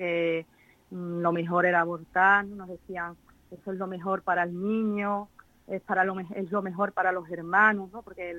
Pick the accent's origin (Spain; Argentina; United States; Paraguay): Spain; Jerez, Andalusia; nos fuimos a Sevilla, ¿no? Ya digo que somos de Jerez, fuimos en Sevilla y pedimos allí varias opiniones, después fuimos a Madrid también